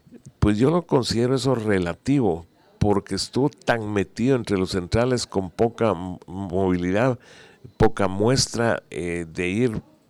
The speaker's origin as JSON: {"language": "Spanish", "country": "Portugal", "said": "parte de ella será en mi país, en Portugal"}